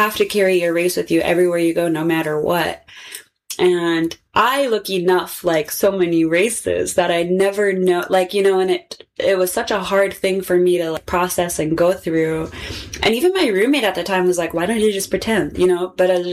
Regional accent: Barrow, Alaska, United States; Growing up in Barrow, I was never like Inuit.

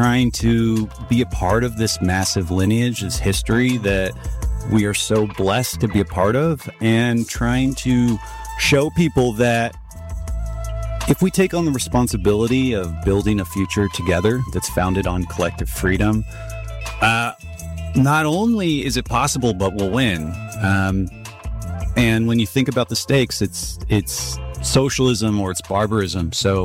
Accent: Richmond, California, United States; also born or lived in San Francisco; But I'm from the Bay Area, Richmond, California. I think when we moved there from San Francisco, it might have been the murder capital of the world in like 1997.

